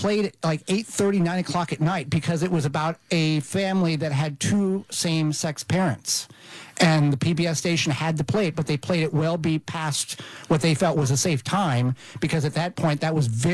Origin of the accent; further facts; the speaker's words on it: Illinois, United States; I remember in growing up in Southern Illinois, it was WSIU Channel 8 out of Carbondale.